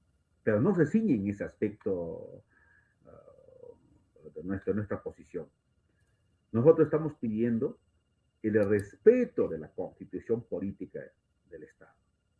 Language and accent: Spanish; Peru; first language Quechua; Spanish is a second language; yo soy el quechohablante, pero nací en Merima, yo soy quechohablante, ¿no? Hablo mejor quechua que castellano, estimado periodista.